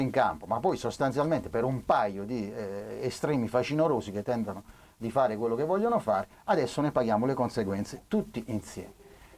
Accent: Taranto, Apulia, Italy; Io sono del Taranto, sono tifoso del Taranto, sono appassionato della mia città

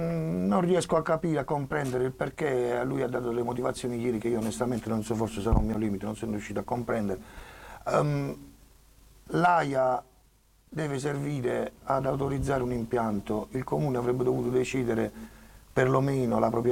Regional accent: Taranto, Apulia, Italy; Io sono tarantino, tante generazioni

